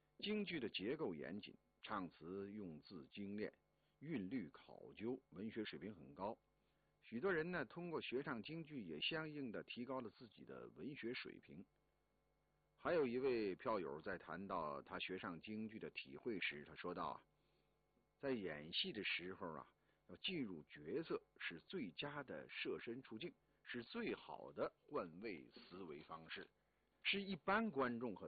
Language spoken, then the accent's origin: Chinese; China; 作为一个中国人呢，很需要学习一些传统的民族文艺